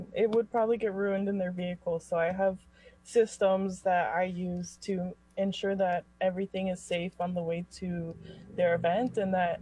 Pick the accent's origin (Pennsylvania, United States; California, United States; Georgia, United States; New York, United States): California, United States; Atascadero; Yes, I was born and raised in Atascadero.